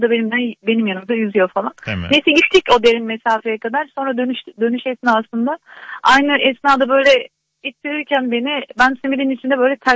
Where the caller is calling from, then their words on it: İzmit, Kocaeli, Turkey; Ben İzmit'ten arıyorum.